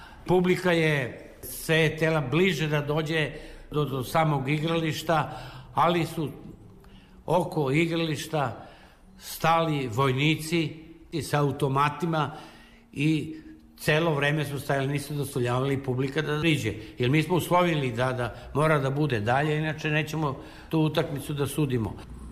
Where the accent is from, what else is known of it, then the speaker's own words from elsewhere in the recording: Vlasotince, Southern and Eastern Serbia, Serbia; pošto sam ja rodom iz Vlasotice i on je Vlasotinčanin.